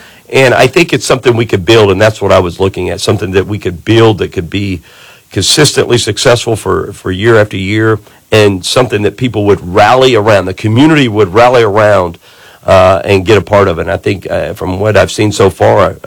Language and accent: English; Kentucky, United States; now in Little Rock, United States; from where I grew up in Kentucky